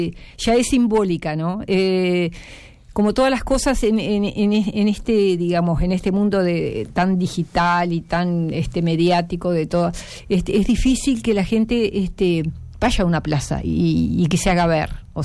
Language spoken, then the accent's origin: Spanish; Tacuarembó, Uruguay; born there; also born or lived in Paso de los Toros; yo estudié, viví, nací en Tacuarembó, después mis padres me llevaron a vivir a Paso de los Toros, pero volví a Tacuarembó a hacer preparatorio porque Paso de los Toros en ese momento no tenía.